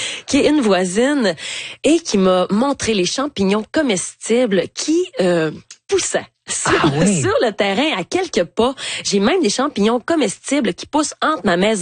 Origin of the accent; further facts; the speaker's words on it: Dolbeau-Mistassini, Quebec, Canada; que je suis retournée vivre dans ma ville natale d'Olbeau-Mistassini.